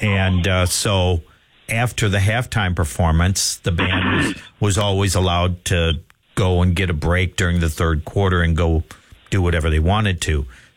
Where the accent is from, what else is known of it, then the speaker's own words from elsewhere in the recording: Wisconsin, United States; moved away; my hometown radio station up in Wisconsin